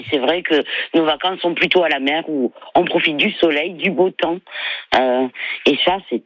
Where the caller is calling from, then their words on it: Mennecy, Île-de-France, France; d'une ville qui s'appelle Mennecy, qui est au sud de Paris, en Essonne.